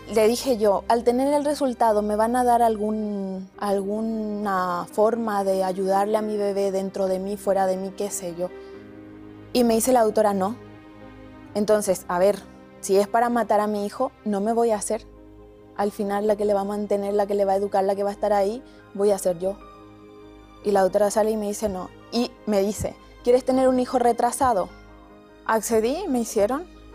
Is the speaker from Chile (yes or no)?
no; Paraguay; now in Granada, Spain; tengo 23 años, soy de Paraguay y mami de Bastián.